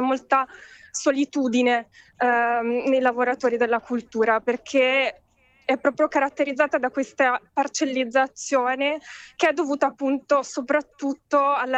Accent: Venice, Veneto, Italy; Allora, io oggi sono a Napoli, sì, un po' per motivi di prestigio che personali, perché vengo da Venezia.

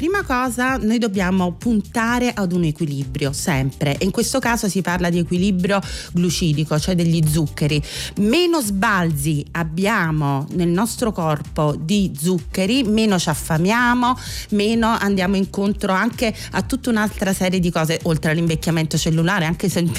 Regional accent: Naples, Campania, Italy; Sono napoletana, sì.

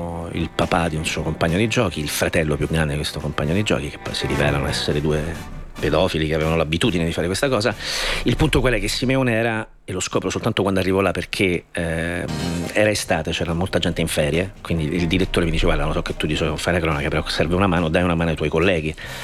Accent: Ostia, Lazio, Italy; Io sono di Ostia, questo non è un mistero, sono nato e cresciuto ad Ostia, che è una città nella città, è grande come Reggio Emilia

